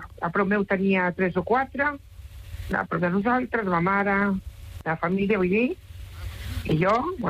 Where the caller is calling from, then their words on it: Barcelona, Catalonia, Spain; Jo vinc a prop de Sant Pau, estic al de Sant Pau, a la Sagrada Família.